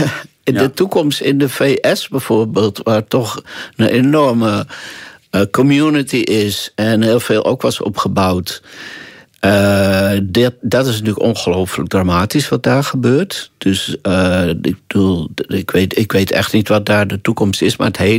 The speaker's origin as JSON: {"language": "Dutch", "country": "Netherlands", "said": "In Nederland, waar ik vandaan kom"}